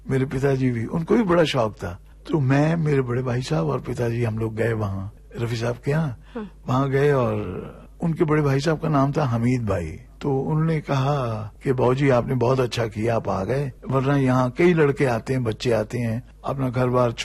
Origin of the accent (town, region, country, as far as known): Amritsar, Punjab, India